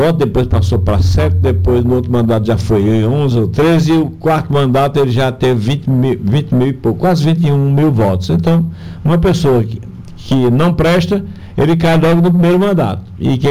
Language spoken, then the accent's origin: Portuguese; Pernambuco, Brazil; born there; da minha mesma área de residência onde nascemos, ele no Sítio Sapato, eu no Sítio Água Branca